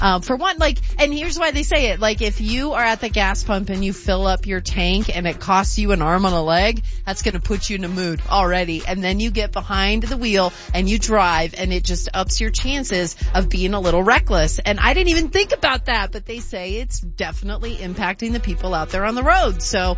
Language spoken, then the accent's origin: English; North Dakota, United States; Yes, and then shout out to my home state, North Dakota, number six.